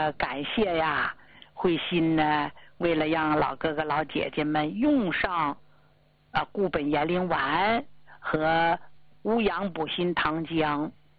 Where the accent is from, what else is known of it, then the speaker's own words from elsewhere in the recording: Jilin, China; 多少年了，听我声音，就咱们吉林老家，你们听我声音几年了？